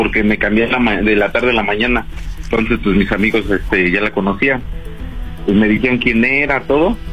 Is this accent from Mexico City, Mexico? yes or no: yes; Mexico City, Mexico; Tengo 24 años y soy aquí de la Ciudad de México.